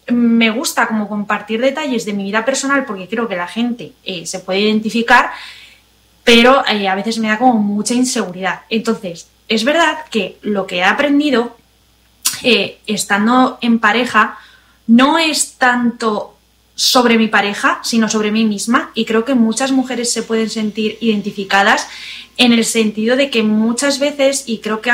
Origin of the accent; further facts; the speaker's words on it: Spain; moved away as an adult; now in United States; yo soy española, pero vivimos cerca de sus padres, en el pueblo donde él se crió, en un sitio que a mí ya sabéis que no me gusta